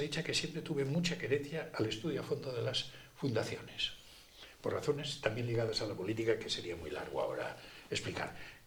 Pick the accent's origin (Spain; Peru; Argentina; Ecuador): Spain; yo soy español, me siento español.